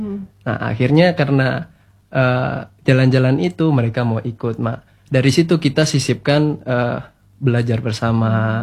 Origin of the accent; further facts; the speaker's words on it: West Sumatra, Indonesia; now in Sumba, Indonesia; Asli saya dari Sumatera Barat.